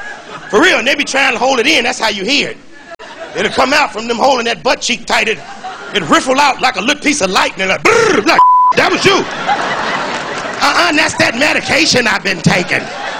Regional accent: Chicago, Illinois, United States

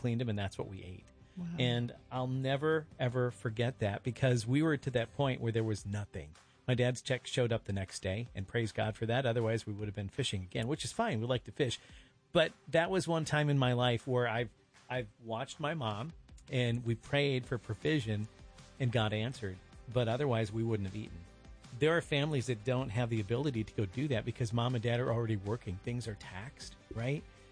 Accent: Minnesota, United States; moved away; I was born in the Midwest

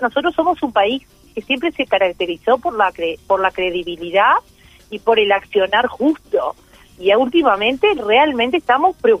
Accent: Uruguay

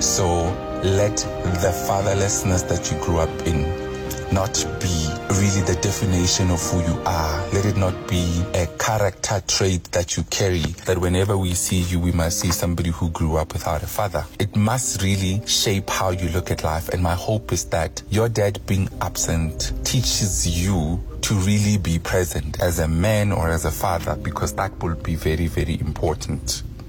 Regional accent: Mpumalanga, South Africa; I grew up in a small village called Masube, Pankop in Mpumalanga, and I think that's where the story of my life got all of its ingredients and the spices to make me who I am.

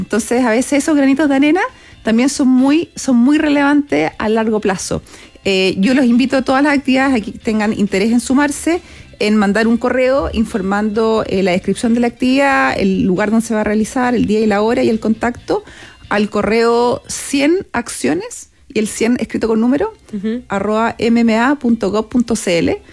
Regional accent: Viña del Mar, Valparaíso, Chile; born there; nací en Viña.

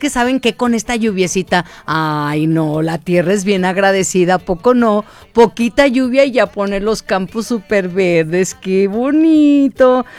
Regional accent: Jalisco, Mexico; moved away; era ya rumbo a mi pueblo, a mi rancho. Entonces, ya saben, se tiene que agarrar la carretera Barra de Navidad y luego pasas que Cocula, Tecolotlán.

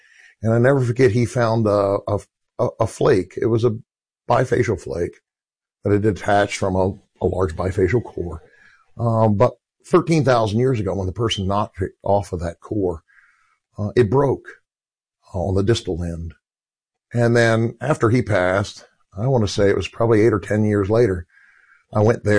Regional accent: High Island, Texas, United States; when I was a kid growing up on High Island, there wasn't much to do.

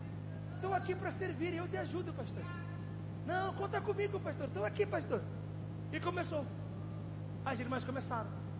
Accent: Mozambique; moved away; foi um pastor em minha terra, Moçambique.

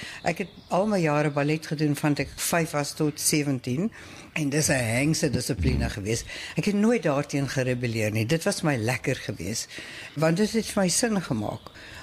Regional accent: Pretoria, Gauteng, South Africa; ek is in Pretoria gebore en skool gegaan, later op meisies hoor, afies en toe tikkies universiteit.

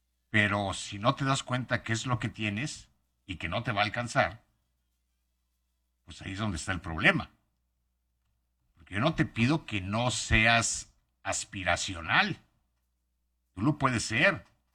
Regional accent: Mexico; Y todos tenemos la aspiración como mexicanos y que nos gusta el deporte.

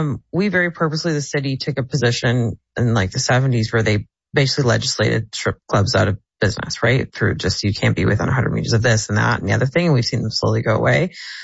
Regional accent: Windsor, Ontario, Canada; growing up in Windsor, there's something called the Windsor Ballet, and a lot of Americans would come across with the expectation of going to those places.

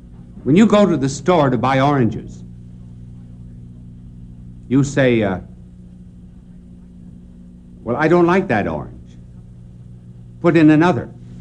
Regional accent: United States

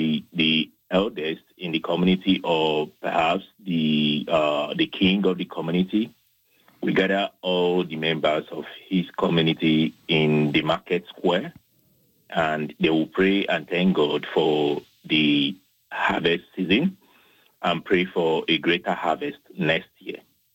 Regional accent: Nigeria; Exactly, I do have a whole lot of memories.

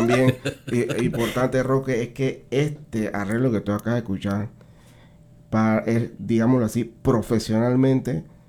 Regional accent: Panama; yo le hice como buen panameño una nivelación

